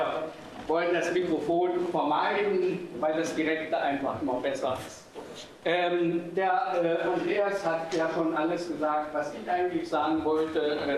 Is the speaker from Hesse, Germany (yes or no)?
no; Dessau, Saxony-Anhalt, Germany; born or raised there; moved away